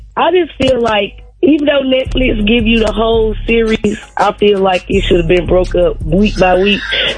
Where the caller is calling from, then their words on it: Atlanta, Georgia, United States; I'm calling from Atlanta.